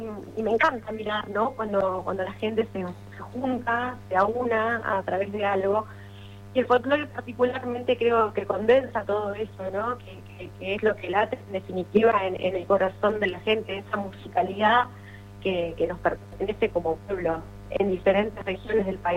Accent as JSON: {"language": "Spanish", "region": "Salta", "country": "Argentina", "tie": "born there", "said": "Yo nací en Salta, que bien soy yo quien nací en Salta por el trabajo de mi papá, que era el petróleo."}